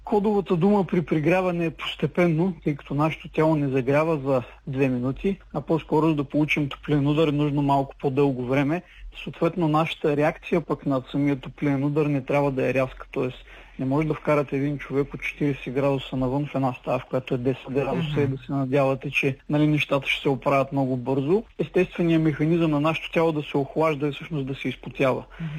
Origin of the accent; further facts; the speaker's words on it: Plovdiv, Plovdiv Province, Bulgaria; Това съм от Пловдив, така че при нас вече горещо време започна, предполагам и при вас също.